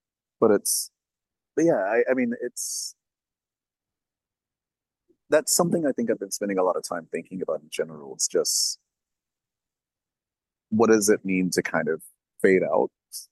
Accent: Alabama, United States; moved away; People are like, where are you from? You say Alabama

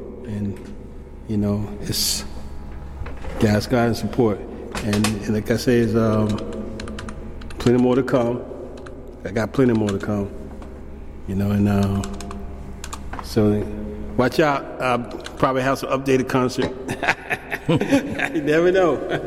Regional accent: the South, United States; accent: southern; down south, you know, because then you can tell by my accent.

